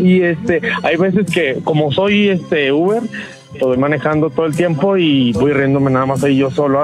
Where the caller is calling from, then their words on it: Guadalajara, Jalisco, Mexico; De acá, de Guadalajara